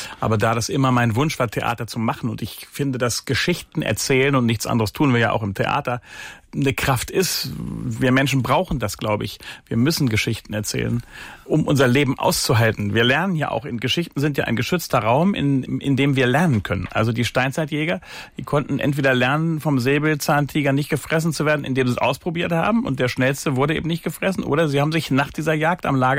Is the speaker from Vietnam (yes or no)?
no; Germany; Ich bin ja auch Deutscher und uns Deutschen gelingt das ja nicht immer so gut.